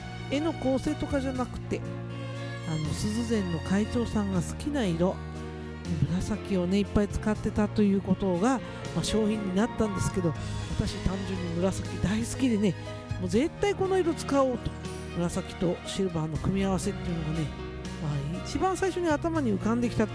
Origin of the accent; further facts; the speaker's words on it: Omachi, Fukushima, Japan; 私自身が大町の出身というのもあって、いよいよ地元って感じですよね。